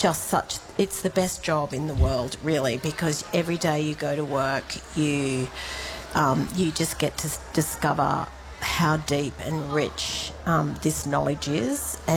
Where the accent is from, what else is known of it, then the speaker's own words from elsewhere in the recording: La Perouse, New South Wales, Australia; Look, I am from La Perouse, so I describe myself as a concrete quarry. I totally urban Aboriginal, like footballing family, family of wharfies and blue-collar workers.